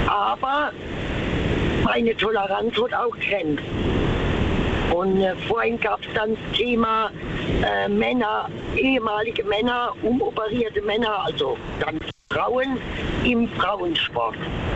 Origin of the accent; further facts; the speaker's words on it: Mannheim, Baden-Württemberg, Germany; now in Dienstweiler, Germany; Also, ich bin gebürtig aus Mannheim und ich bin mit allen verschiedenen Sorten von Menschen groß geworden, ob jetzt Schwule, Lesbe, Transsexuelle, alle Türke, Italiener, Grieche, egal.